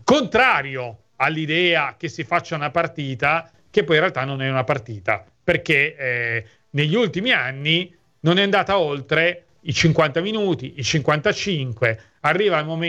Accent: Turin, Piedmont, Italy; io sono di Torino

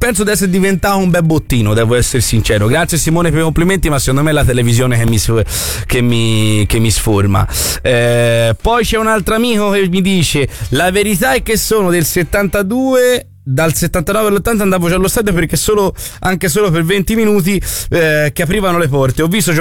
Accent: Campi Bisenzio, Tuscany, Italy; Io tifo Fiorentina perché sono di Campi Bisenzio

